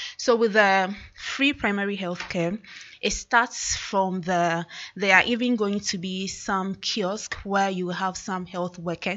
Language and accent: English; Ghana